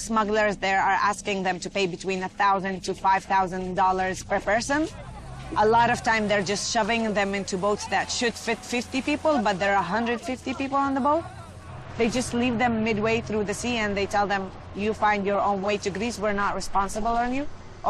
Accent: Nazareth, Northern District, Israel; first language Arabic; English is a second language; I'm from Nazareth

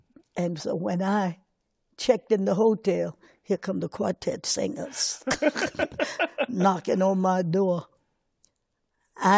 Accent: Durham, North Carolina, United States; moved away; I was living in Durham, North Carolina, born and raised in Durham.

